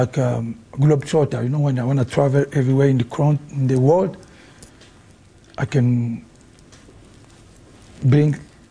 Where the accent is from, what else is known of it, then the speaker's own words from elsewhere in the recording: Kinshasa, DR Congo; English is a second language; I never speak Swahili when I grew up in Kinshasa, so just Lingala, it will be French.